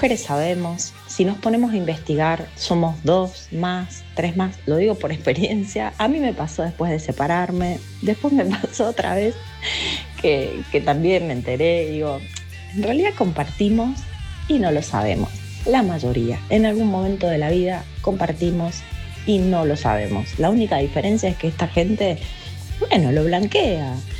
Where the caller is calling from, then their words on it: Mendoza, Argentina; de Mendoza.